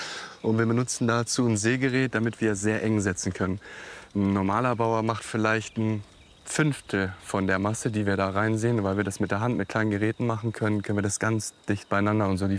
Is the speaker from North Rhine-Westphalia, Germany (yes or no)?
no; Hanover, Lower Saxony, Germany; Ja, das trifft auf mich auf jeden Fall zu. Ich komme eigentlich aus Hannover.